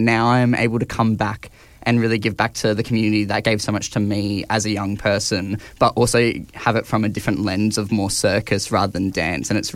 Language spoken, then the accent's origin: English; Darwin, Northern Territory, Australia; I'm from Darwin.